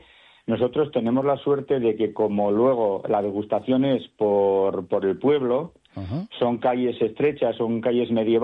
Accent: Navarre, Spain; Somos el pueblo de Navarra que más bodegas tiene por habitante, somos 450 habitantes, tenemos 5 bodegas

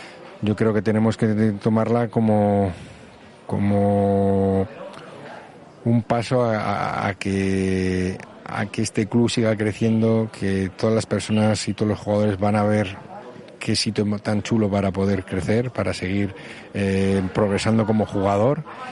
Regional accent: Pamplona, Navarre, Spain; moved away as an adult; also born or lived in Soria; now in Eibar, Spain; soy nacido en Pamplona

